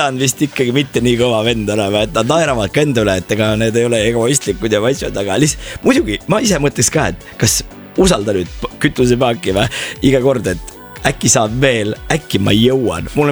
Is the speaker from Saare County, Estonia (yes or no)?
no; Võru, Võru County, Estonia; ma olen Võrust pärit